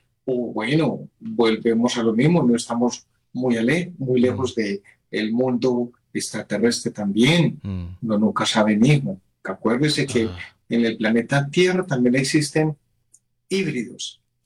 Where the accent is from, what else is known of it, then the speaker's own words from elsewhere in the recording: Medellín, Antioquia, Colombia; No, en Medallo, Medallo.